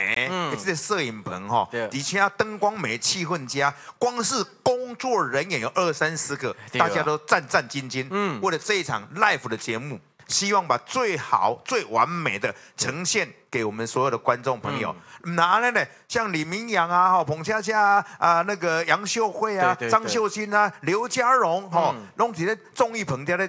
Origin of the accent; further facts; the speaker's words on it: Malaysia; 因为哦，咱来自马来西亚，就一帮子